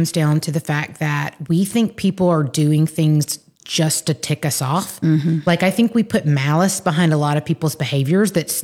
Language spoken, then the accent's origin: English; Tuscaloosa, Alabama, United States; I'm feeling a deep connection to Samuel Peck here because I was also from Tuscaloosa and mm-hmm. finished school in 5 years.